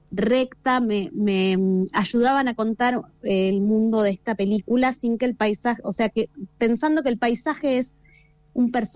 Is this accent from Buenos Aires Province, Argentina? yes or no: yes; La Plata, Buenos Aires Province, Argentina; also born or lived in Gaiman, Chubut; Yo soy platense